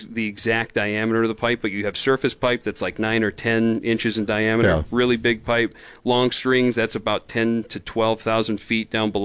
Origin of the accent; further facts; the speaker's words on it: Grand Rapids, Minnesota, United States; Grand Rapids.